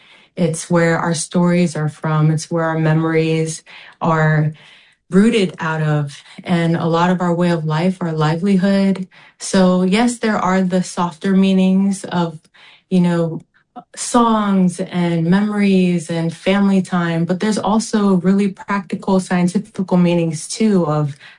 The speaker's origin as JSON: {"language": "English", "region": "Manu'a", "country": "American Samoa", "moved": "yes", "said": "When Manu'a people raise our flags and you see the green banner with the moa on it, like, it comes from a deep sense of pride that we're still here."}